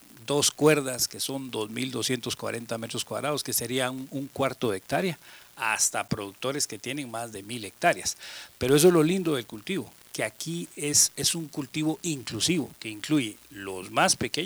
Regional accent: Guatemala; como guatemaltecos, tenemos que seguir confiando y creyendo en nuestro propio país

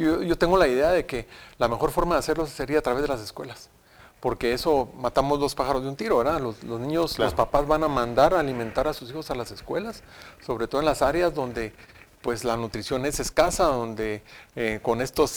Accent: Guatemala

